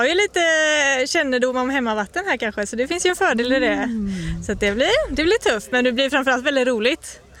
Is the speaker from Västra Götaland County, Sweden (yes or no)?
yes; Stenungsund, Västra Götaland County, Sweden; Stenungsund, så västkusten.